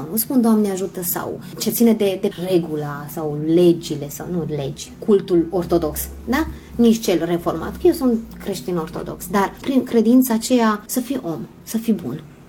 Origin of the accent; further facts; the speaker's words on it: Romania; now in Hungary; eu sunt româncă, dar nu știu bine ungurește.